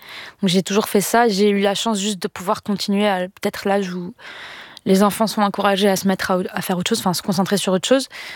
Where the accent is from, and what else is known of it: Morocco